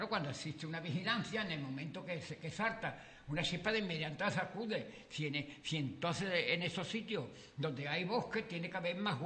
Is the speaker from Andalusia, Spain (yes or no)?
yes; Sanlúcar de Barrameda, Andalusia, Spain; que yo soy de Sanlúcar